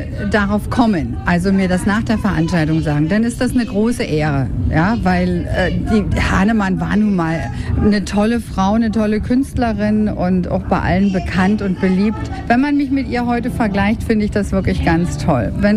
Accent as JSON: {"language": "German", "region": "Berlin", "country": "Germany", "accent": "Berlinerisch", "said": "Ich bin halt Berlinerin und auf der Bühne rede ich halt nur Berlinerisch"}